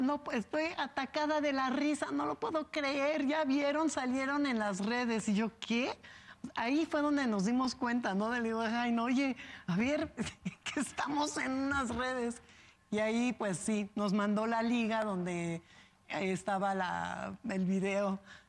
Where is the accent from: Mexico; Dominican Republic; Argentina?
Mexico; born or raised there